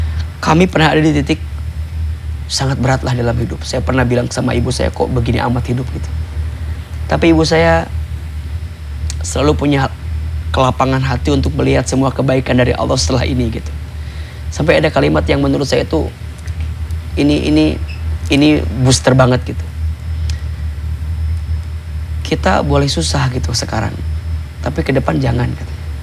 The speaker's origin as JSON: {"language": "Indonesian", "town": "Garut", "region": "West Java", "country": "Indonesia", "tie": "born or raised there", "moved": "yes", "said": "kita orang kampung, orang desa gitu. Dulu saya orang Garut"}